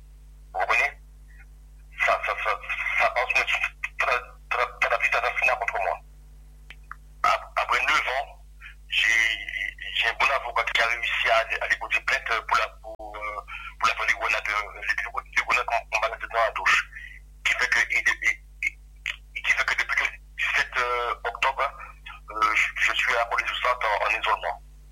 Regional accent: Guadeloupe, France; moi je suis guadeloupéen et j'ai le mental.

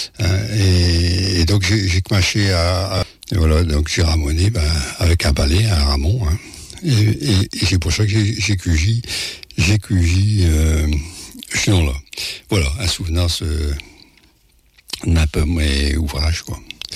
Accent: Paris, Île-de-France, France; et là je ne viens pas des Amériques, je viens plutôt de Paris

